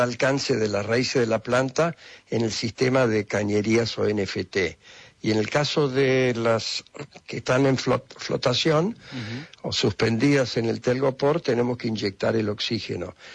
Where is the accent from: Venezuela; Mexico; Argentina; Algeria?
Argentina; born there; No, yo nací aquí.